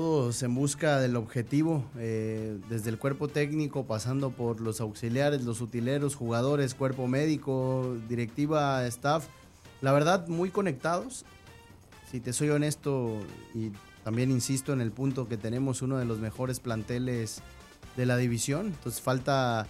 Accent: Quintana Roo, Mexico; born or raised there; now in Nayarit, Mexico

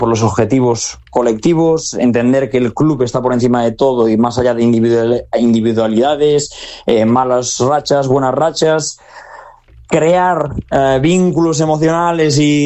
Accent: Galicia, Spain; Pues como buen gallego te diré que depende

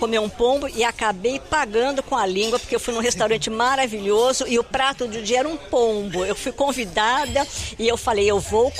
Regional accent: Brazil; now in Paris, France; Quando eu falo francês, eu digo que eu sou brasileira. Ai, mas você fala tão bem. Eu falo, j'ai un accent quand même.

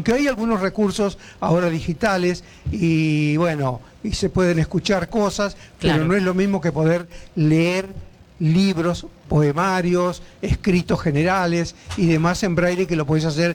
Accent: Lincoln, Buenos Aires Province, Argentina; Bueno, vengo de Lincoln, de la Pampa Húmeda, de la zona del Triunfo.

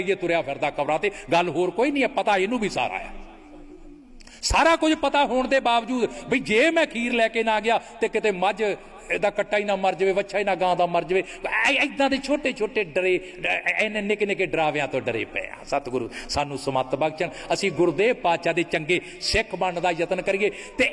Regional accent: Punjab, India; ਮੇਰਾ ਕਪੂਰਥਲੇ ਦੇ ਲਾਗੇ ਪਿੰਡ ਹੈ, ਮੇਰਾ ਜ਼ਿਲ੍ਹਾ ਕਪੂਰਥਲਾ ਹੈ।

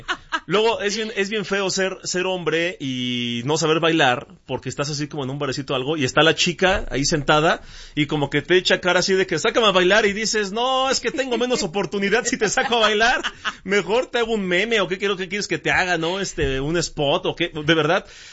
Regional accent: Mexico; somos los mexicanos, los latinos en general.

